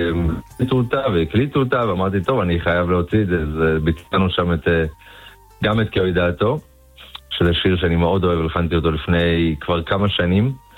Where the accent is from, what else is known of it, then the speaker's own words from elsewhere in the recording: Tifrach, Southern District, Israel; אני גם גדלתי בבית, אבא שלי חזן כבר, לא יודע כמה שנים, בבית כנסת בתפרח.